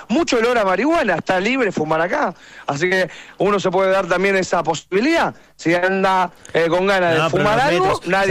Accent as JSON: {"language": "Spanish", "country": "Argentina", "moved": "yes", "lives_now": "New York, United States"}